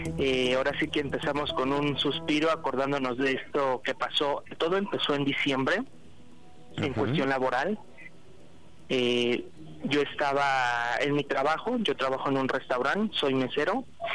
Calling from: Mexico City, Mexico; Orgullosamente uno de los mejores barrios de aquí de la colonia Guerrero.

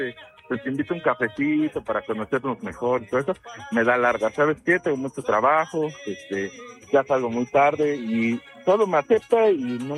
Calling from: Mexico City, Mexico; tengo 28 años. Soy de Iztapalapa.

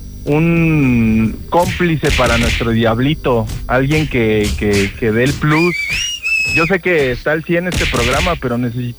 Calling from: Ixtapaluca, State of Mexico, Mexico; De acá, del queridísimo Ixtapaluca

